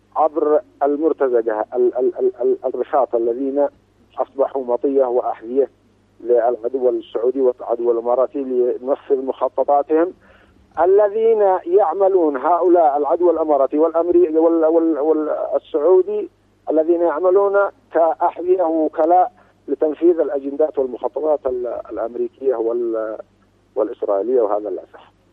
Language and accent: Arabic; Yemen; نحن شعب يمني